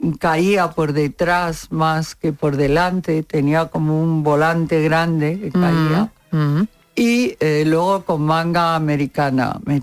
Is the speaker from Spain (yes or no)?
yes; Spain; Pues sí, claro que lo veo, pero ¿cómo no lo voy a ver si soy española a muerte